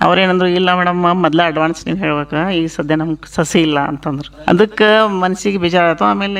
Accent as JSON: {"language": "Kannada", "town": "Metal", "region": "Karnataka", "country": "India", "said": "ನಮ್ಮ ಊರು ಮೇಟಲ್, ಮೇಟಲ್ ಗ್ರಾಮದ ವಾಸಿ ಇರುತ್ತೇನೆ."}